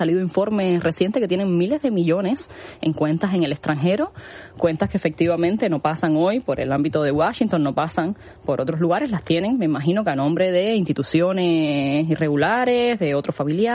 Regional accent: my province, Mayabeque, Cuba; Justo mi provincia, mi pueblito, digamos, es donde sale la lancha, la única lancha que tiene conexión con esa isla.

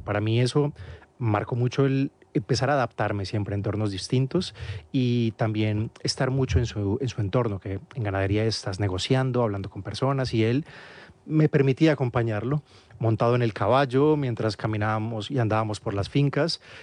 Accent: Medellín, Antioquia, Colombia; also born or lived in Marinilla / Manizales / Turbo / Montería; A ver, empezamos Yo nací en Medellín, después de eso mis padres se fueron a Marinilla

